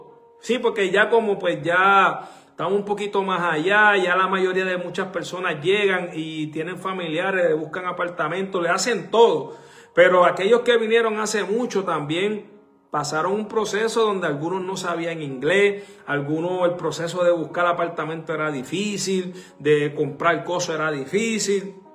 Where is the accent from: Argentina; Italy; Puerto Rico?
Puerto Rico; moved away; Me acuerdo cuando llegué de Puerto Rico, muy joven, aquí, yo me casé muy joven, claro, muy jovencito.